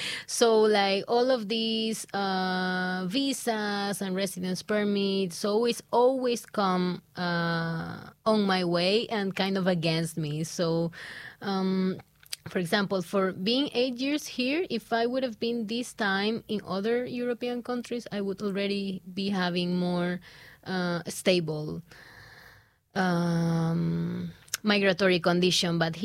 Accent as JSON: {"language": "English", "country": "Ecuador", "moved": "as an adult", "lives_now": "Budapest, Hungary", "said": "every time I was saying that I was from Ecuador, I always had like a good reaction."}